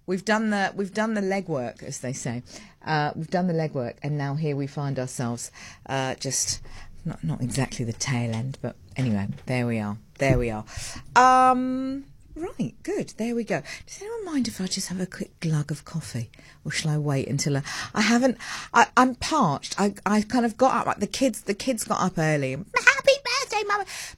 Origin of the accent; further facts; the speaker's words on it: United Kingdom; also born or lived in Johannesburg, South Africa; I grew up in the UK